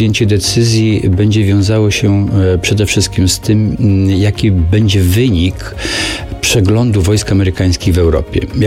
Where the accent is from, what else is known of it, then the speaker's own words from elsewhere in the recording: West Pomeranian Voivodeship, Poland; Ja bardzo optowałem za wariantem szczecińskim, nie tylko dlatego, że pochodzę z tego regionu